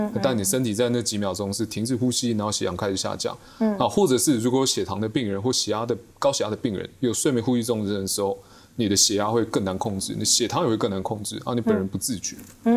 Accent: Taiwan

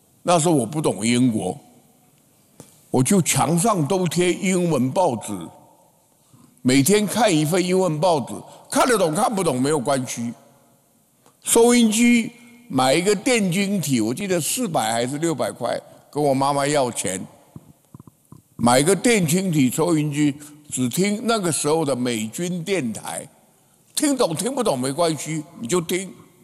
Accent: Taiwan

